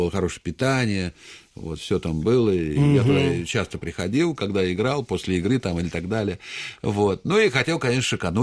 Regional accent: Moscow, Russia; А мы, значит, москвичи приехали, вот тогда это все-таки далековато был Дмитров

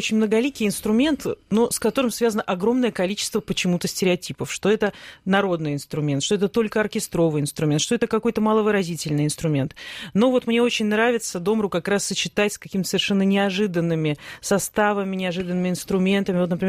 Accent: Belarus; я тоже из Белоруссии

